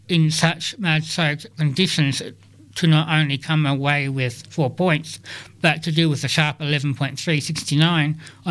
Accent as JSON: {"language": "English", "town": "Gordon", "country": "Australia", "tie": "born or raised there", "said": "I was brought up myself in Gordon and have been a Gordon person all my life."}